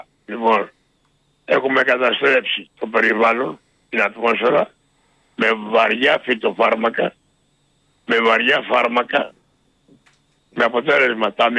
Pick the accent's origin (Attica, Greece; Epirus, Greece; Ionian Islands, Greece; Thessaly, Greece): Ionian Islands, Greece; Corfu; born or raised there